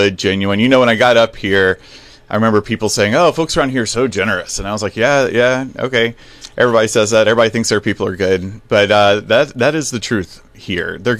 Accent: the South, United States; I grew up in the South, although you wouldn't know it unless I'm making fun of you or angry.

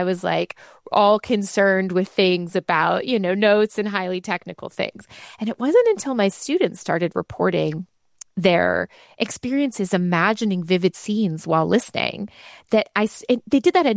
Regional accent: St. Louis, Missouri, United States; I grew up in St. Louis, Missouri.

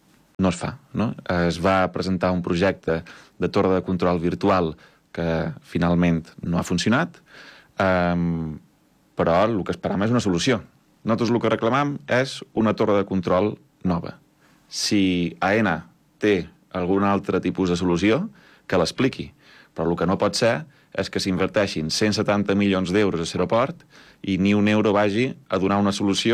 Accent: Balearic Islands, Spain; Som els menorquins, perquè qui crea la oferta turística, qui crea les places turístiques, és el Consell Insular.

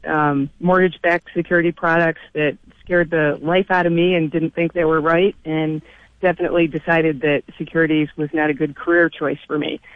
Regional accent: New York, United States; I think, you know, growing up in the Southern Tier, there are plenty of folks who actually did support Hillary Clinton

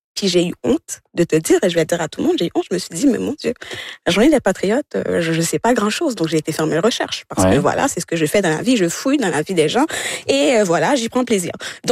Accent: Montreal, Quebec, Canada; born there; Donc, pour l'histoire et pour la vérité, je suis née à Montréal et j'ai un passeport canadien.

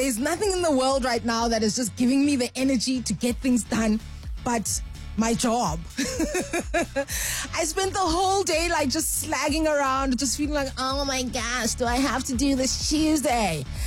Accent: Johannesburg, Gauteng, South Africa; I think it's East Side, my hometown. You know, I always talk about the East.

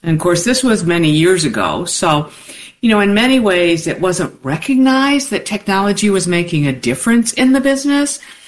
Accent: Detroit, Michigan, United States; And I was there for a couple of years, and I live in Detroit, born and raised in Detroit.

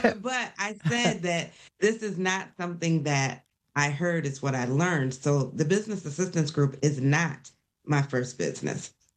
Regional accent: Sandusky, Ohio, United States; I am from Sandusky, Ohio, small little city.

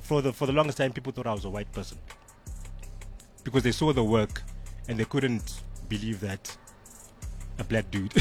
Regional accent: Zimbabwe; growing up in Zim, I don't know if you know about the education system that side.

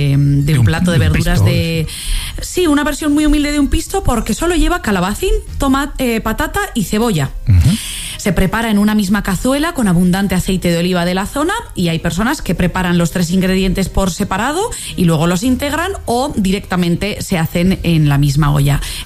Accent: Aragon, Spain; como buena aragonesa, yo en mi casa lo que hago es fritada

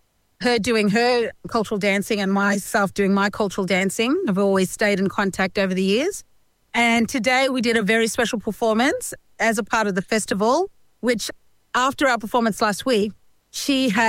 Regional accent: Cairns, Queensland, Australia; I'm originally from Cairns, far north Queensland. I'm a proud Aboriginal and Torres Strait Islander woman.

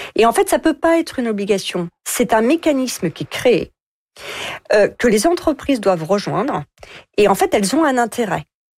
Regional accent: France; Je suis française, c'est aussi dans l'intérêt de la France.

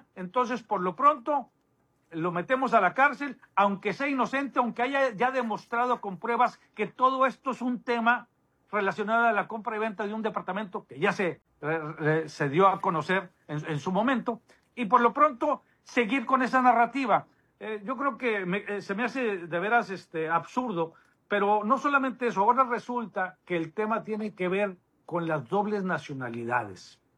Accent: Mexico; ¿Por qué está limitando los derechos que tenemos como mexicanos de poder tener dos o tres nacionalidades y aún así poder participar políticamente?

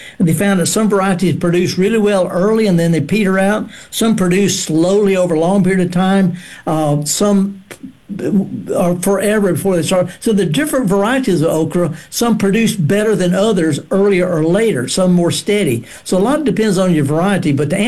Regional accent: Mississippi Delta, United States; Okay. Now, I'm from the Delta.

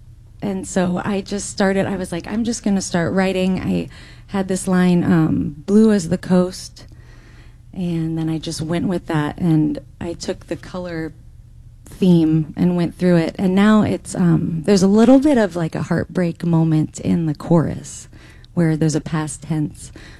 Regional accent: Mount Shasta, California, United States; moved away; also born or lived in Humboldt; Well, I grew up in Mount Shasta, California. So Mount Shasta is a snowy volcano. And I grew up in the little town of Mount Shasta City.

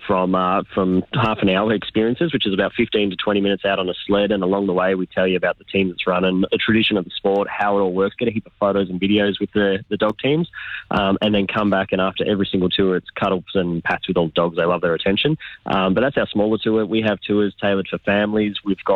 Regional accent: Australia; I've realised along the way that I'm Australian.

